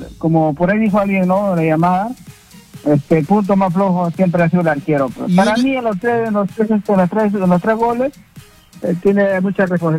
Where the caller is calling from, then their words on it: Lima, Peru; Bueno, yo estoy de Lima, pero soy todo Cienciano.